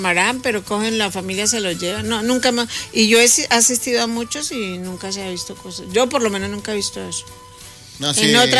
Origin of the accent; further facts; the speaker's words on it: Colombia; now in Ecuador; Y yo llamé a mi casa, a Colombia